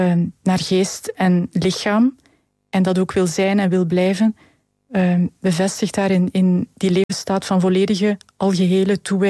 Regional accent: Halle, Flemish Brabant, Belgium; born there; now in Galmaarden, Belgium

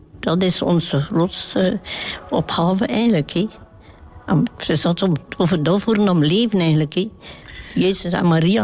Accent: Nieuwpoort, Flanders, Belgium; Van aan de kust, van Niepoort.

